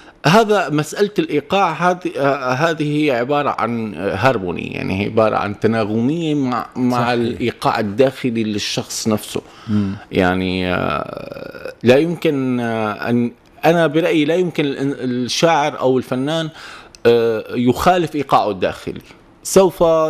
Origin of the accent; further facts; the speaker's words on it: Syria; now in Tunisia; ما عادش تقدمني مثل قبل، يعني على أساس أني أنا شاعر سوري يعني موجود بتونس، لا بتقلي تونسي سوري خلاص.